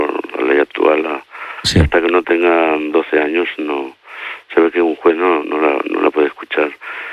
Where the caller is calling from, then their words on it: Lloret de Mar, Catalonia, Spain; Yo soy de Lloret de Mar